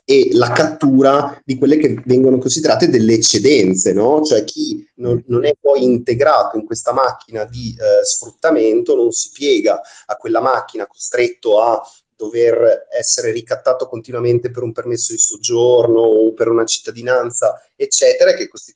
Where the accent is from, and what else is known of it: Trieste, Friuli-Venezia Giulia, Italy